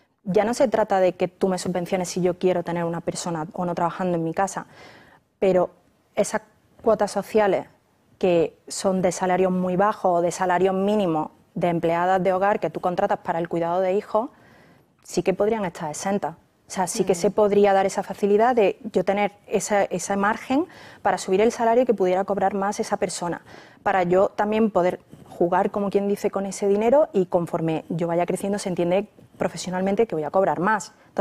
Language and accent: Spanish; Córdoba, Andalusia, Spain; now in Madrid, Spain; soy de Córdoba, como han dicho, mi madre vive en Córdoba y trabaja